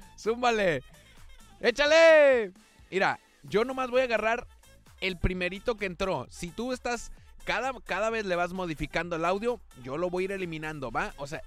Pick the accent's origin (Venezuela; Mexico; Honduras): Mexico; por eso somos mexicanos